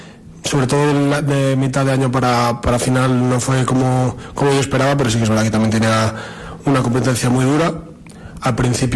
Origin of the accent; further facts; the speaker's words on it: Valladolid, Castile and León, Spain; born there; also born or lived in Trascastro, Valle de Fornela; Yo nací en Valladolid, pero bueno, tengo un pueblecillo aquí pasando Favero, en el Valle de Fornela, Trascastro se llama, y mi familia siempre ha estado allí, en verano sobre todo, que es cuando podemos ir